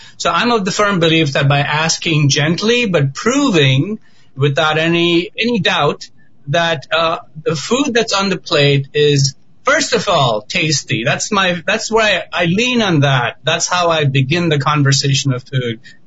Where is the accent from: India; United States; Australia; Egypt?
India; Mumbai, Maharashtra; moved away as an adult; And I grew up a vegetarian in India and in Mumbai, and I came to this country over 21 years ago.